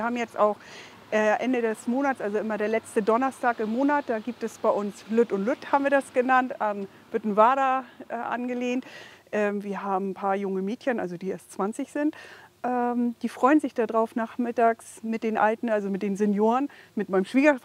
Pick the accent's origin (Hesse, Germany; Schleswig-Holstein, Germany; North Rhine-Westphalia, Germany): Schleswig-Holstein, Germany; Flensburg; Nee, ich komme aus Flensburg.